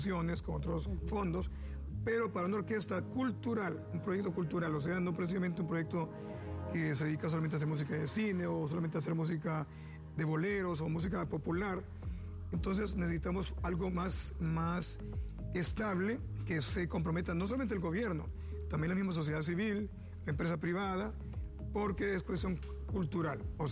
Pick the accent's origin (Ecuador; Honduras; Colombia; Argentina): Honduras; porque yo soy un artista hondureño, que por cierto voy a representar a Honduras la próxima semana voy a Corea, representando a Honduras como un invitado especial de la Fundación Corea